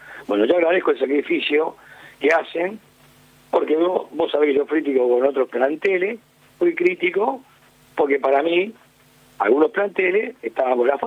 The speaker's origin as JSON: {"language": "Spanish", "region": "Buenos Aires", "country": "Argentina", "said": "Yo soy acá de Saavedra, así que acá en el barrio está contento porque aparte ya debutó ganando"}